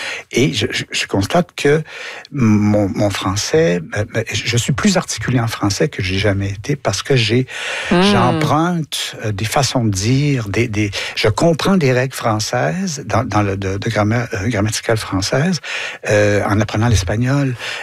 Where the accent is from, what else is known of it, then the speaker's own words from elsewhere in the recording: Quebec, Canada; montrer, en tant que Québécois, ce que les mots veulent dire à des anglophones